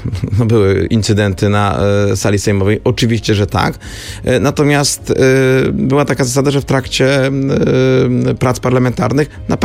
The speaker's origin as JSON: {"language": "Polish", "town": "Kraków", "region": "Lesser Poland", "country": "Poland"}